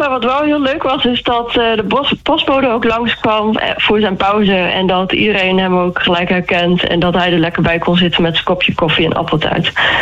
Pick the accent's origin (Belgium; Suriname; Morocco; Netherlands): Netherlands; Scheemda, Groningen; moved away as an adult; now in Ten Boer, Netherlands; Ik kom zelf uit Scheemda. Maar ik woon inmiddels al wel bijna 9 jaar.